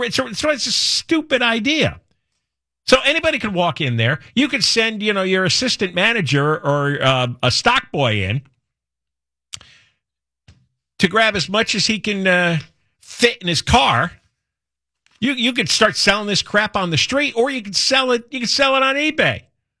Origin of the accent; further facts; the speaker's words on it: Northeast, United States; I grew up in the Northeast